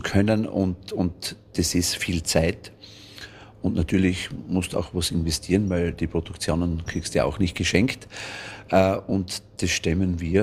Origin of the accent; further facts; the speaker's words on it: Berndorf, Styria, Austria; Nein, ich bin aus Berndorf bei Hitzendorf, schon seit ich auf der Welt bin. Bin dort geboren, also geboren in Stallhofen, aber das ist ganz in der Nähe.